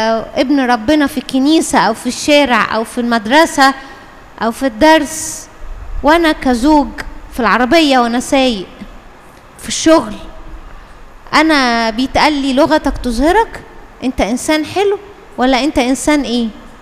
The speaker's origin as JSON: {"language": "Arabic", "region": "Upper Egypt", "country": "Egypt", "said": "انا اساسا اصلي من الصعيد"}